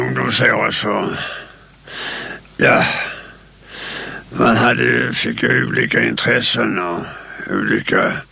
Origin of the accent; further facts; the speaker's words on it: Malmö, Skåne, Sweden; born there; also born or lived in Landskrona / Minnesberg; Jag är född i Landskrona kommun. Och sen har jag bott i Minnesberg, men Malmö sedan 1957.